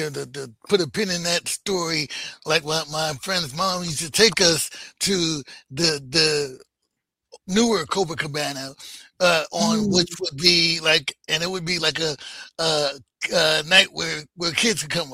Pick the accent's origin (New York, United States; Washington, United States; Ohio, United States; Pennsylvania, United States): New York, United States; New York City; I grew up in Harlem, you know, and when you talk about, you know, Black and Puerto Rican and being together